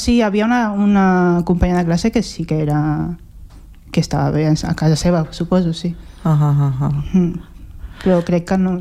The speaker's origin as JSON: {"language": "Catalan", "region": "Catalonia", "country": "Spain", "tie": "born there", "said": "jo sóc d'aquí, he nascut aquí."}